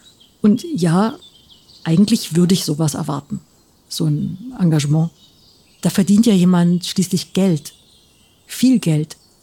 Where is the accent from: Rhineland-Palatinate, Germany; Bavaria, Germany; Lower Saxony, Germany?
Bavaria, Germany; moved away; ich komme aus dem Westen, aus Bayern, wohnte ich in einem großen Dorf. Ja, fast schon eine kleine Stadt